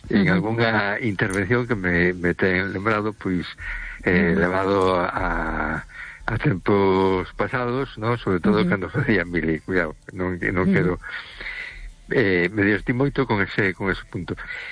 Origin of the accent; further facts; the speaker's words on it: A Coruña, Galicia, Spain; Hola, buenas noches. … de Coruña.